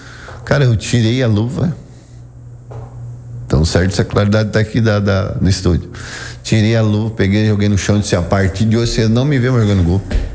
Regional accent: Turvo, Brazil; sou natural do Turvo

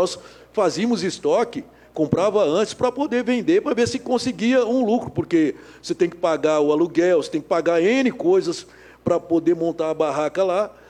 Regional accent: Brazil; eu que cresci ali na Vila Cruzeiro, eu cresci do lado da festa

